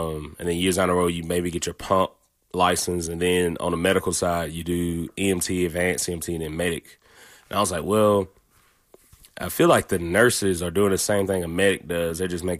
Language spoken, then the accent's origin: English; Alexander City, Alabama, United States; moved away; since I left my hometown, I have not been able to get a whole catfish.